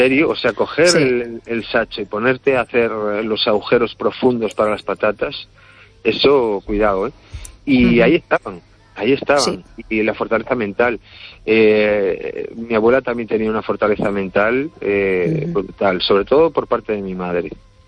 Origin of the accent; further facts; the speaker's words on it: Cangas, Spain; yo soy de Cangas y tengo ese uh-huh. lenguaje aún de ir a sachar abeja.